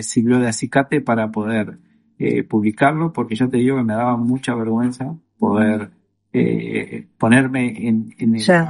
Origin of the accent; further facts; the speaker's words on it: Rivera, Uruguay; also born or lived in Montevideo; now in Madrid, Spain; Me tocó salir de Rivera, llegué a Montevideo como inmigrante y luego me tocó llegar a España, a Madrid y también como inmigrante. Entonces es un largo trayecto, 33 años ya llevo aquí en España.